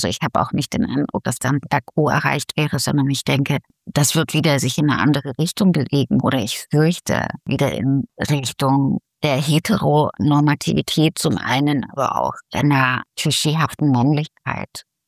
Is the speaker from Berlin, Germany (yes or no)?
no; Riesa, Saxony, Germany; born there; Ich bin in der DDR geboren, in Riesa. Ich bin ein sächsisches Mädchen sozusagen.